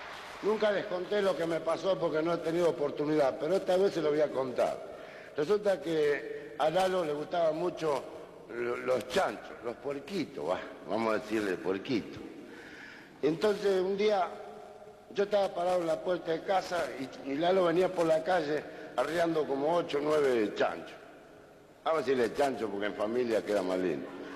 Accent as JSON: {"language": "Spanish", "town": "Luján", "region": "Buenos Aires Province", "country": "Argentina", "tie": "born or raised there", "said": "porque nosotros somos criados, nacidos y criados en Luján."}